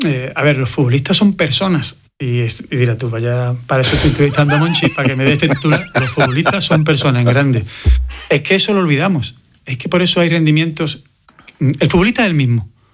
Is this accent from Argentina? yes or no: no; San Fernando, Andalusia, Spain; muy feliz con el Club Deportivo San Fernando, con el equipo de mi pueblo donde soy presidente, y la verdad que ahora estoy centrado muy en eso, entre Barcelona y la Isla de León.